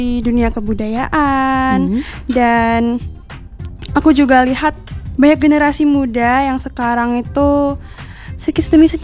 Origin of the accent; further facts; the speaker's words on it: Bantul, Special Region of Yogyakarta, Indonesia; Aku sendiri asli Jogja, dari Bantul.